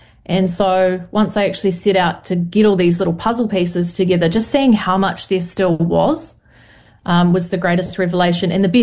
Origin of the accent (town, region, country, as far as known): Canterbury, New Zealand; born or raised there